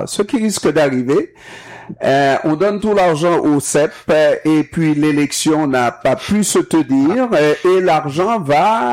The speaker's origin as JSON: {"language": "French", "town": "Longueuil", "region": "Quebec", "country": "Canada", "said": "Moi, je suis de Longueuil, quand même, pas de Terrebonne."}